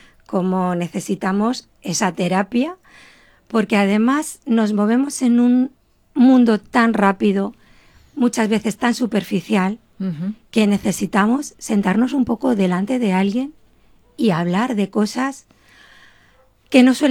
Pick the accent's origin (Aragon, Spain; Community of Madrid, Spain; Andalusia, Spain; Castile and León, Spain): Community of Madrid, Spain; Leganés; Y como yo soy de Leganés, he vivido muchísimos años ahí.